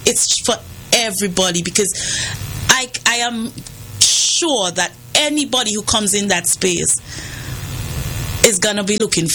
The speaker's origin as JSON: {"language": "English", "country": "Montserrat", "moved": "yes", "lives_now": "Antigua", "said": "I'm from Montserrat"}